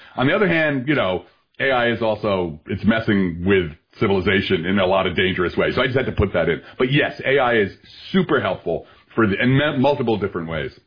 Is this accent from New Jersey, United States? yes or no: yes; Belleville, New Jersey, United States